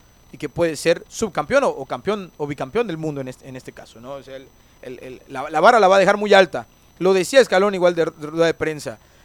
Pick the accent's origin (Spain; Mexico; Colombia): Mexico